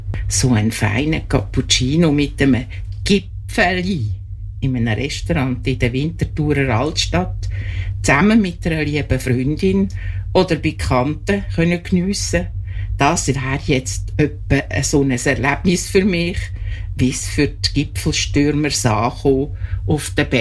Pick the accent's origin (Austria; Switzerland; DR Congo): Switzerland; Lucerne; Ich bin in Luzern aufgewachsen